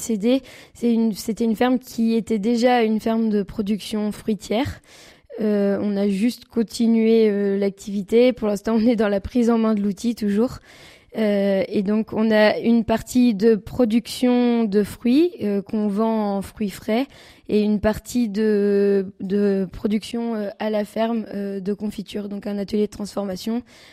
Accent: Normandy, France; also born or lived in Picardy; now in South Manche, France; Avant, on habitait en Picardie. Sachant que moi je viens de Normandie aussi, mais de l'Orne.

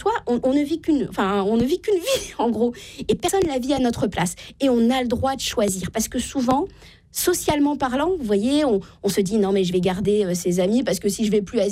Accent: Normandy, France; Moi, je viens de la Normandie, Uber Eats n'est pas arrivé partout en France, on est bien d'accord.

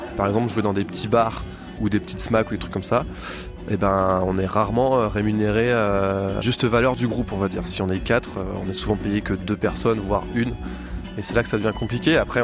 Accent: Lyon, Auvergne-Rhône-Alpes, France; En tant que Lyonnais

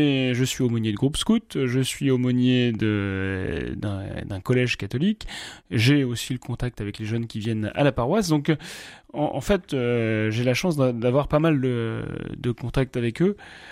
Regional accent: Lille, Hauts-de-France, France; moi je sais que je suis un homme, je suis français, je suis du diocèse de Lille, enfin en tout cas de la région lilloise.

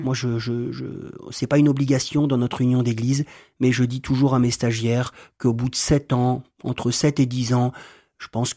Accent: Roubaix, Hauts-de-France, France; born there; moved away as an adult; also born or lived in Gap; now in Villeneuve-d'Ascq, France; Je suis né à Roubaix.

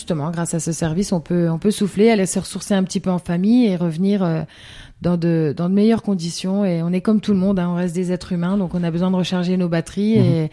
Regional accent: Grand Est, France

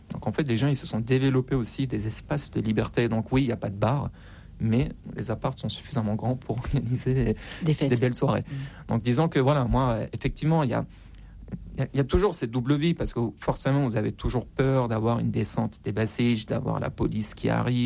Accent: Iran; Moi, j'ai grandi en Iran sous Ahmadinejad, Rotami, Rouhani, donc des présidents conservateurs et réformateurs.

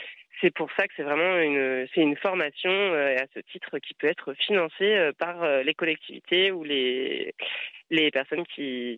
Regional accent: Brittany, France; Et il se trouve que moi-même, je suis bretonne, je l'exerce dans les Côtes d'Armor, à Fréhel.

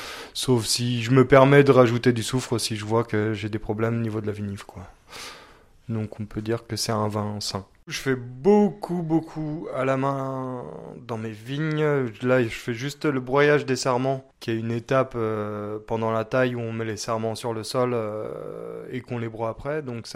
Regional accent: Angers, Pays de la Loire, France; Moi, je viens d'Angers à la base, j'ai fait un BTS à viticulture et œnologie à Saumur et je suis arrivé au Pic Saint-Loup après mon BTS, donc à 22 ans.

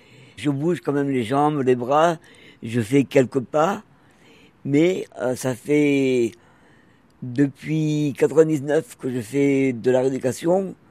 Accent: Bordeaux, Nouvelle-Aquitaine, France; now in Montpellier, France; Alors moi, je vais avoir 52 ans. Je suis originaire de Bordeaux

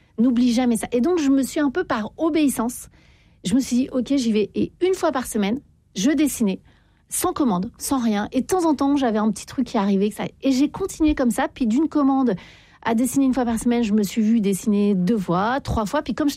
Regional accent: Paris, Île-de-France, France

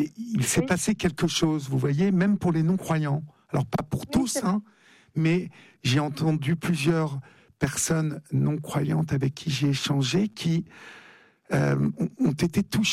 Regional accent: Paris, Île-de-France, France; Je suis parisien, et donc j'habite à Paris

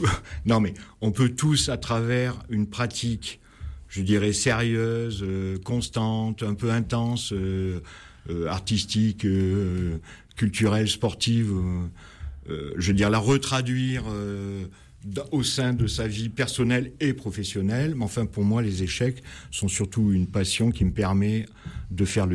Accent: Valence, Auvergne-Rhône-Alpes, France; also born or lived in Grenoble; je suis né à Valence, je suis parti quelques années pour faire des études et j'ai commencé à travailler, pas très loin, mais à Grenoble.

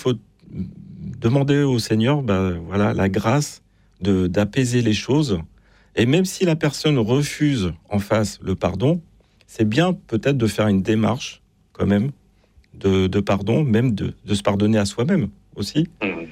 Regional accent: Brittany, France; Je suis breton.

